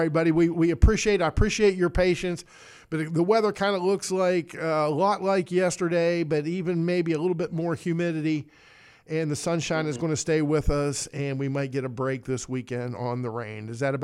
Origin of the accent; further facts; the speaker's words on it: United States; growing up on Overbrook Avenue